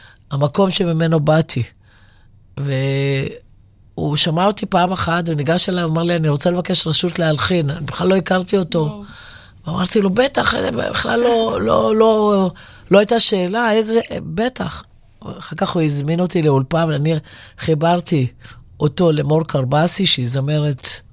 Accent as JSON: {"language": "Hebrew", "town": "Or Yehuda", "region": "Tel Aviv District", "country": "Israel", "tie": "born or raised there", "said": "באור יהודה, שם גדלתי"}